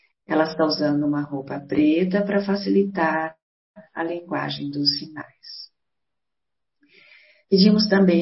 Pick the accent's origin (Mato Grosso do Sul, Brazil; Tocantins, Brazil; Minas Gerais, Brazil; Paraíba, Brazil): Minas Gerais, Brazil; Bueno Brandão; sou de Minas Gerais, da cidade de Bueno Brandão.